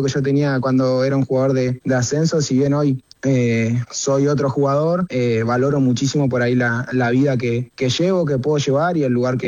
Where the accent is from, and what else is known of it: Carmen de Patagones, Buenos Aires Province, Argentina; now in Buenos Aires, Argentina